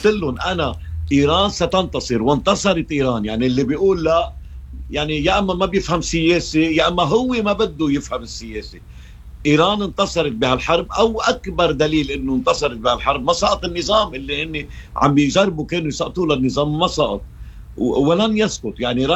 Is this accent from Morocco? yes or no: no; Lebanon